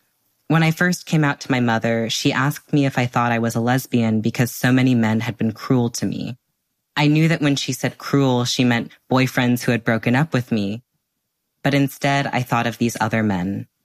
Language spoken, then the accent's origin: English; California, United States; How we were both half Asian, how we grew up in the Bay Area